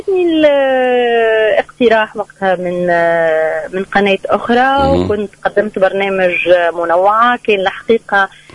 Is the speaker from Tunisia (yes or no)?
yes; Tunisia; moved away as an adult; كنت نطمح اني نخرج كنجمة من تونس ولا نخرج كاسم اعلامي متميز في تونس.